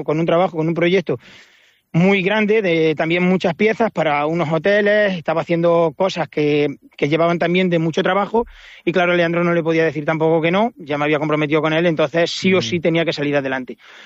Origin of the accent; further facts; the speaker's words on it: El Puente del Arzobispo, Castilla-La Mancha, Spain; Yo soy nacido y criado en Puente del Arzobispo, no me quería mover de ahí.